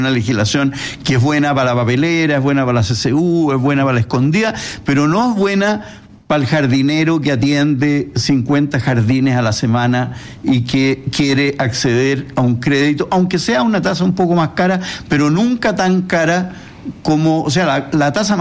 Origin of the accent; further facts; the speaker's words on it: Chile; como si fuéramos suizos. Pero en realidad somos chilenos.